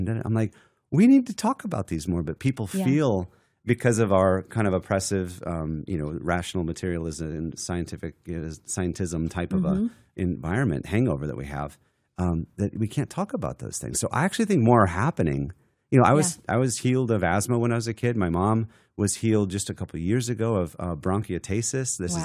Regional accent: Alaska, United States; born there; I was born in Alaska

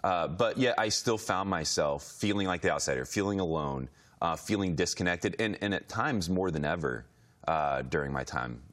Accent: Indiana, United States

